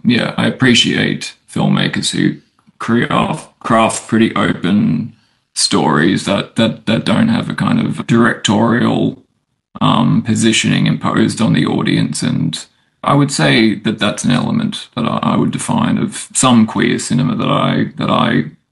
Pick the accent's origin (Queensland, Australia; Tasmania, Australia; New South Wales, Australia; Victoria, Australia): Queensland, Australia; Brisbane; I'm from Brisbane. I visit Melbourne from time to time.